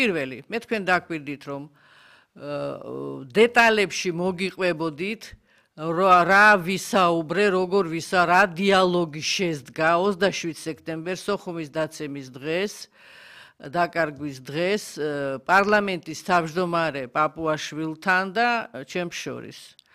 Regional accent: Sukhumi, Abkhazia, Georgia; moved away; მე პოლიტიკოსი ვარ, სოხუმიდან ვარ გამოდევნილი ადამიანი.

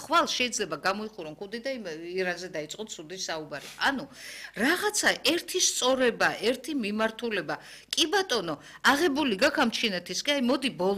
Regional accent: Abkhazia, Georgia; აფხაზეთიდან ვარ არც ახლი არც კარიო და სამწუხაროა

